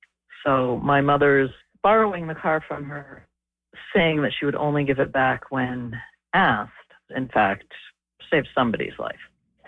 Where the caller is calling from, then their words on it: Halifax, Nova Scotia, Canada; I'm calling from Halifax, Nova Scotia.